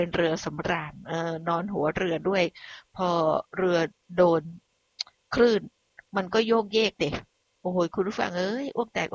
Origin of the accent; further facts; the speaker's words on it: Phuket, Thailand; บ้านดิฉันเองจังหวัดภูเก็ตดิฉันได้เป็นคนบ้านนอกเนาะอยู่นอกนะนอกแผ่นดินนะดิฉันมาจากเกาะคุณผู้ฟัง